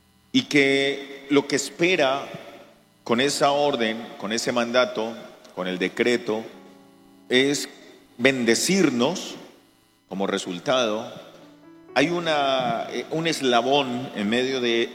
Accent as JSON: {"language": "Spanish", "region": "Bogotá", "country": "Colombia", "said": "Dentro de los términos que a veces usted nos habrá escuchado a nosotros que venimos por allá de Bogotá, en ocasiones se nos sale el su merced."}